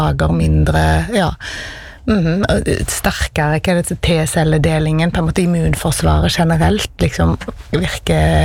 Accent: Karmøy, Rogaland, Norway; jeg kommer fra Karmøy.

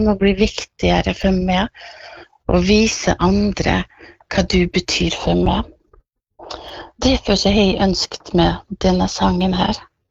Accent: Aukra, Møre og Romsdal, Norway; now in Fitjar, Norway; Jeg er fra Aukra, vokste opp der, men nå bor jeg på Fitjar, stort. Ikke så langt fra Bergen.

